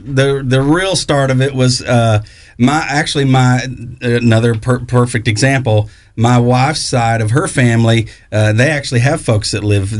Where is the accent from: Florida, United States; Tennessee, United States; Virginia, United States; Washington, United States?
Tennessee, United States; we joke that we're the last county that's considered Middle Tennessee, although we're more East Tennessee, so we say we're from the Middle East.